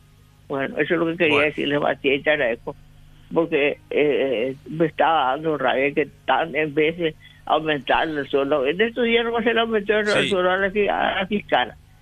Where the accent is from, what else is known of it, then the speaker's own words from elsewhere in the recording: Paraguay; Todos somos paraguayos, todos somos trabajadores.